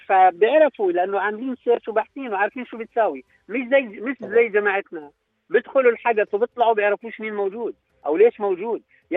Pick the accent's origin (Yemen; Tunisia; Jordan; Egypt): Jordan; now in Dubai, United Arab Emirates; انا بعتبر حالي اردني اكثر من الاردنيين لاني عايش برا الاردن،